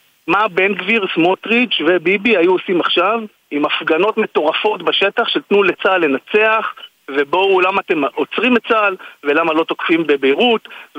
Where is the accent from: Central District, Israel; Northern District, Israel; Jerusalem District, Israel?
Northern District, Israel; Kiryat Shmona; also born or lived in Herzliya; אני גדלתי ונולדתי וגדלתי בקריית שמונה. יצאתי החוצה, גרתי 10 שנים בהרצליה, במרכז, למדתי, התפתחתי, אני עושה במילואים, ובחרתי לחזור לפני 12 שנים בביתה.